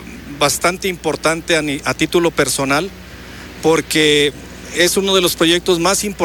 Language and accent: Spanish; Puebla, Mexico; feliz de ser mexicano, primeramente, de ser poblano